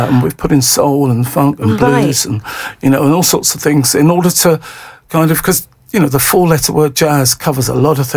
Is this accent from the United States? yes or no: no; London, United Kingdom; accent: Cockney; previously North London based. I grew up in Hackney.